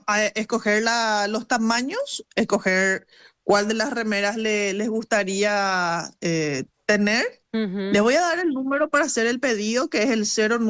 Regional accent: Paraguay; Estas fueron las raíces que a nosotras nos fortalecieron como mujeres paraguayas, cuñaguapa que somos

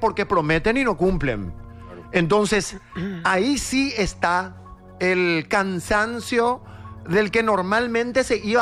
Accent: Paraguay; como ciudadano, como paraguayos.

